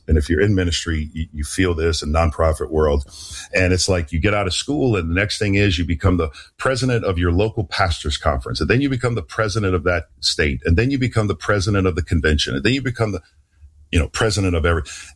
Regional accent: New Orleans, Louisiana, United States; My life story, my background is I was raised in New Orleans and Roman Catholic, very religious, went to church every Sunday

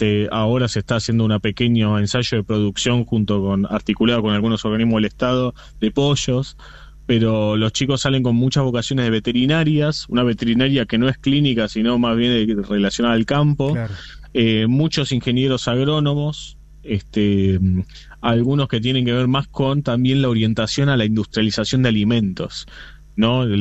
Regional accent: Buenos Aires, Argentina; No, yo soy de Buenos Aires.

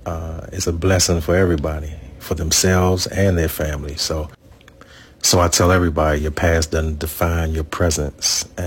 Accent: District of Columbia, United States; I would like it to leave an impact, especially where I'm from. And I know I said the DMV, but I was born and raised in Uptown Northwest

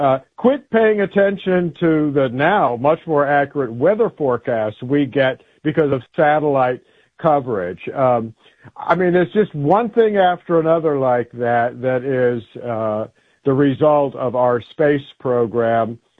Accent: Huntsville, Alabama, United States; I grew up in Huntsville, Alabama, known as Rocket City, USA, where some of our first rockets were developed in the 1950s

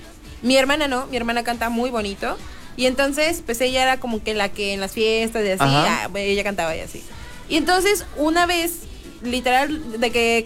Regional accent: Mexico; Siento que como mexicanos también como que lo traemos ya en la sangre

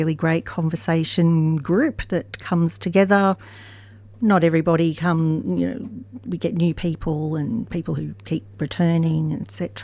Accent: Newcastle, New South Wales, Australia; also born or lived in Sydney; Yeah. In Newcastle, New South Wales. I was born in Sydney and always knew that I was adopted from when I can remember.

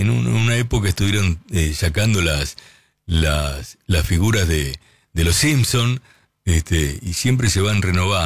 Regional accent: Corrientes, Argentina; now in San Fernando, Argentina; de San Fernando, excombatiente. En cuanto a la consigna, cuando éramos chicos, en el pueblo de Corrientes, jugábamos a la bolita y el dinero era papel de cigarrillo.

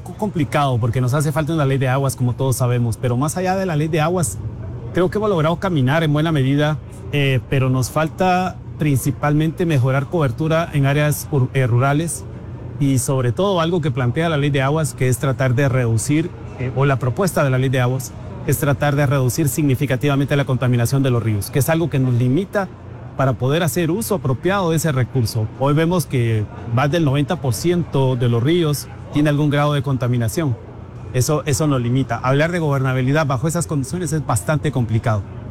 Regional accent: San Agustín Acasaguastlán, El Progreso, Guatemala; Personalmente soy de San Agustín, Casaguastlán, entonces hablábamos del Prodeso, Zacapa, Chiquimula.

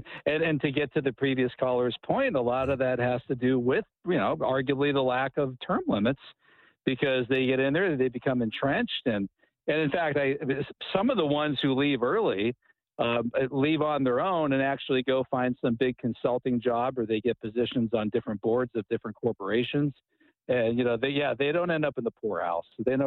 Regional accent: Butler, Pennsylvania, United States; I grew up in Butler, Pennsylvania in the 1980s. I was a complete high school degenerate.

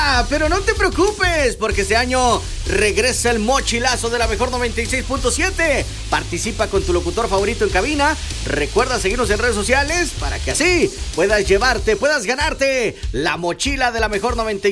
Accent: Mexico; nos encanta siempre andar como buen mexicano, ¿verdad?

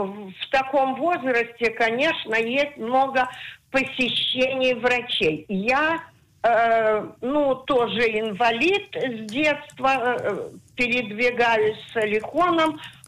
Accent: Ashkelon, Southern District, Israel; now in Beit Avot, Israel; из Ашкелона. Мне 89,5 лет. Я живу в Бейт-Авоте.

